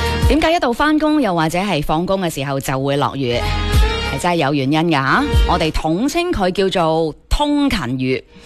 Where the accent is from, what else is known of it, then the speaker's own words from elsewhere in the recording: Foshan, Guangdong, China; 作为我哋佛山人咧，应该系最关注呢一件事噶啦